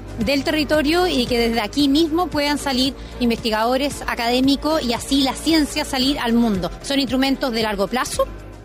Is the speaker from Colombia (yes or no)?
no; Chile; Nosotros como chilenos nos hemos desarrollado gracias al entender en la profundidad cómo a través de Arica a Punta Arenas las universidades forjan el conocimiento.